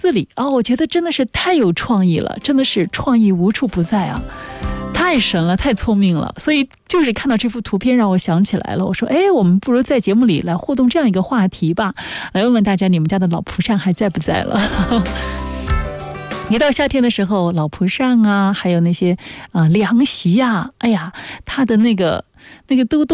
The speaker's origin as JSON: {"language": "Chinese", "region": "Jiangsu", "country": "China", "said": "我们江苏这边"}